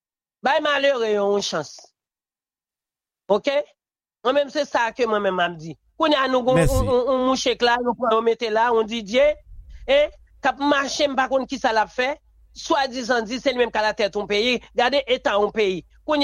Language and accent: French; Haiti